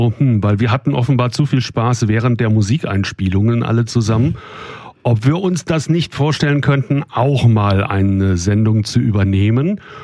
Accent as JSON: {"language": "German", "town": "Mainz", "region": "Rhineland-Palatinate", "country": "Germany", "said": "Und dann sind wir als Mainzer erstmal haben wir überlegt, das ist ja Rüsselsheim"}